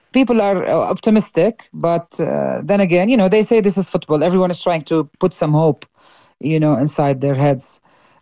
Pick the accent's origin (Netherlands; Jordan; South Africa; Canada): Jordan; I'm from Jordan.